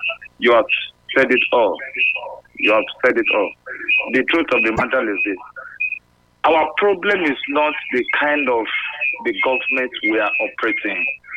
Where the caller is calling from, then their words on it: Benin City, Edo, Nigeria; I'm calling from Benin.